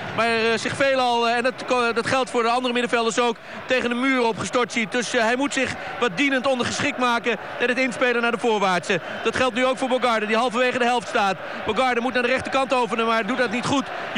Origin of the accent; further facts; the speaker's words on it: Netherlands; als Nederlander